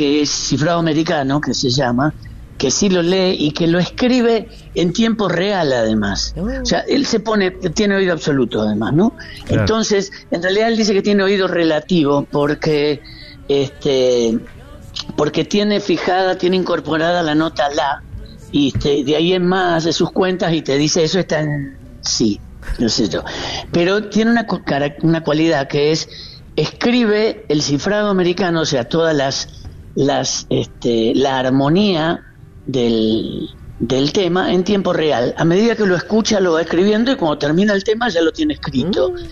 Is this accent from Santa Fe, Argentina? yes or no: yes; Rosario, Santa Fe, Argentina; Soy rosarino